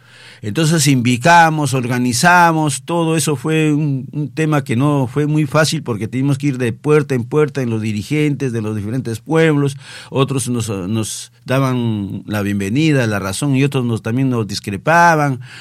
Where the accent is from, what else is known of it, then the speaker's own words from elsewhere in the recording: Oyón, Lima, Peru; now in Lima, Peru; Y todo mi equipo, somos de Oyón. Ya gente que bordea de 50, 60 años